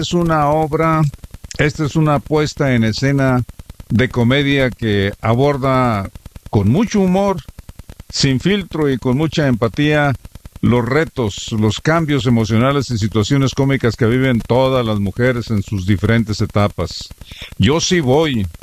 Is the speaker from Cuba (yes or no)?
no; León, Guanajuato, Mexico; Yo soy de León.